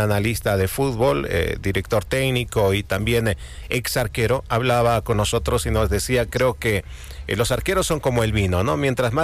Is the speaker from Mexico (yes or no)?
no; Bolivia; como bolivianos también hablamos